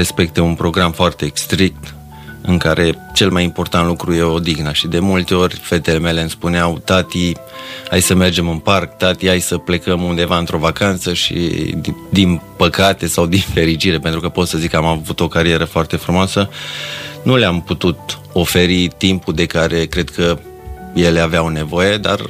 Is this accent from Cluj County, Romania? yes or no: yes; Dej, Cluj County, Romania; born there; Da, m-am născut la Dej.